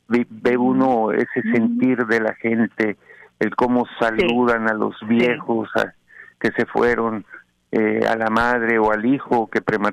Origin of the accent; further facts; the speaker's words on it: Mexico; Al haber pasado mi infancia en México